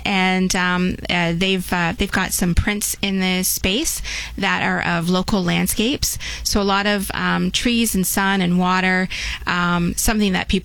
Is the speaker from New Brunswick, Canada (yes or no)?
no; Niagara, Ontario, Canada; I'm born and raised in Niagara